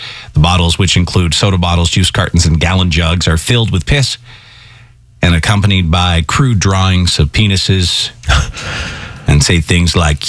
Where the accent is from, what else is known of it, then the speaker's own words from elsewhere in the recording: Ireland; moved away; growing up in Ireland